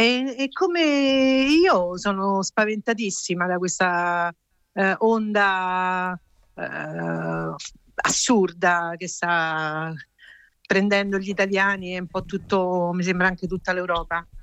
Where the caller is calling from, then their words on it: Rome, Lazio, Italy; sono di Roma.